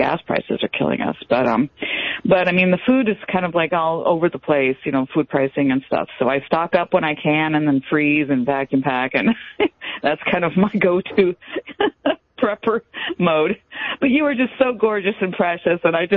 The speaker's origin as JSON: {"language": "English", "town": "Marysville", "region": "Washington", "country": "United States", "said": "I'm from Marysville, Washington."}